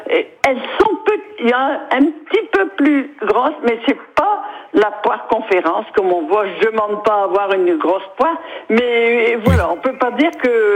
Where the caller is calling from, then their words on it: Blaringhem, Hauts-de-France, France; De Blaringhem